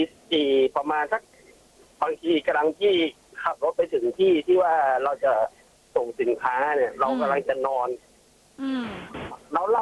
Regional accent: Ratchaburi, Thailand; now in Na Not, Thailand; เราบ้านอยู่ราชบุรี

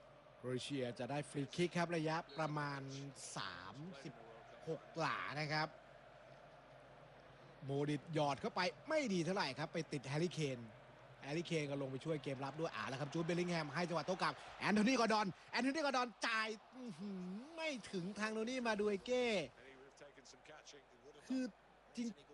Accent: Bangkok, Thailand; born there

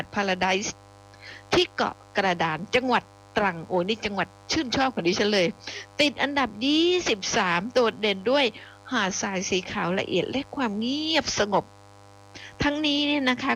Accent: Phuket, Thailand; born or raised there

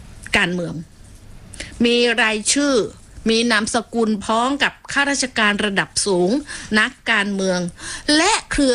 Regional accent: Phuket, Thailand; ดิฉันได้เกิดมาเป็นคนภูเก็ตโดยกำเนิดนะเกิดถนนดีบุก

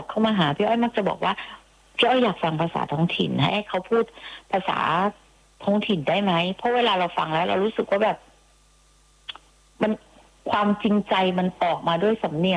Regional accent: Southern Thailand, Thailand; accent: ทองแดง; เป็นคนใต้เนี่ย … ก็พูดออกทองแดงเพราะว่า … ไม่ได้อยู่ใต้ตลอดเวลา

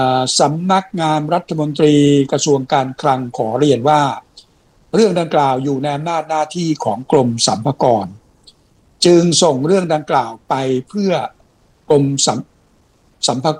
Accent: Ayutthaya, Phra Nakhon Si Ayutthaya, Thailand; ใช่เด็กหัวรอ

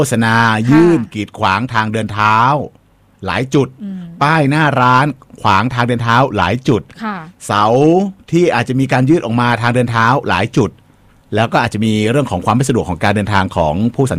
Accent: Chiang Mai, Thailand; born or raised there

